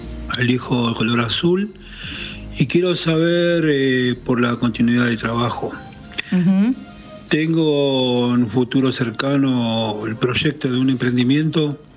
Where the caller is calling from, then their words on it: Gregorio de Laferrere, Buenos Aires Province, Argentina; Soy de La Ferrere.